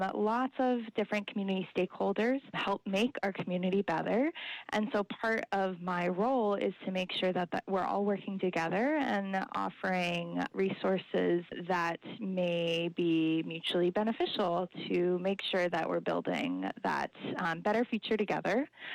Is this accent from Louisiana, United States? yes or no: yes; New Orleans, Louisiana, United States; now in Michigan, United States; So I am not actually originally from Michigan. I'm originally from New Orleans.